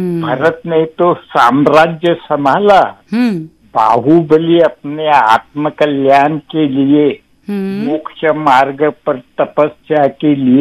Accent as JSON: {"language": "Hindi", "region": "Maharashtra", "country": "India", "first_language": "Marathi", "second_language": "Hindi", "said": "और मेरी मातृभाषा मराठी है"}